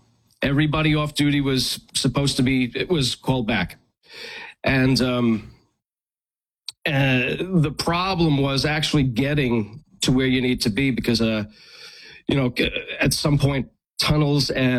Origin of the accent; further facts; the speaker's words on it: Bronx, New York, United States; now in Columbia County, United States; I'm born and raised in the Bronx. And I had relocated to Columbia County, which is about 100 miles from New York City.